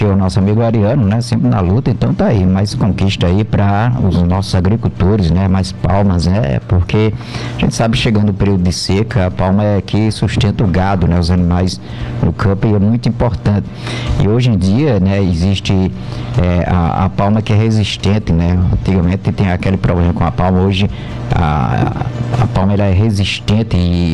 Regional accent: Campina Grande, Paraíba, Brazil; born there; minha terra já foi um dos maiores produtores também, Campina Grande

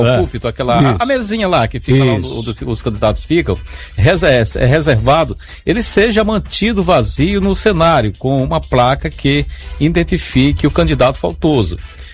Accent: Brazil; como cidadão, como brasileiro

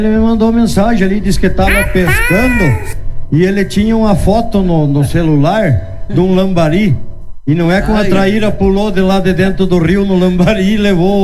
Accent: Ronda Alta, Rio Grande do Sul, Brazil; Ronda Alta, minha terra natal.

